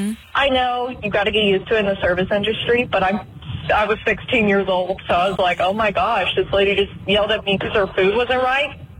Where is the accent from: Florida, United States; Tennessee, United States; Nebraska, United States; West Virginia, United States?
Florida, United States; Crestview; I'm from Crestview, Florida, and I'm 17 years old.